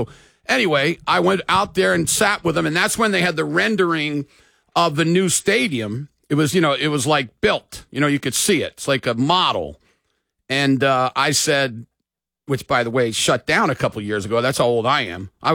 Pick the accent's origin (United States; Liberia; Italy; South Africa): United States; Maryland; I told you all before that I came from Maryland, and I won the scholar athlete in the entire state.